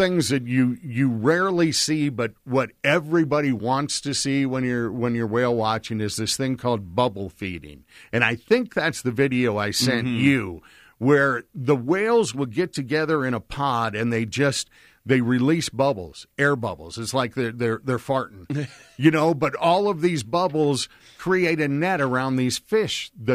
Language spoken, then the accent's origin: English; Minnesota, United States; moved away; also born or lived in North Dakota; I was raised in Minnesota, northern Minnesota, North Dakota on a river.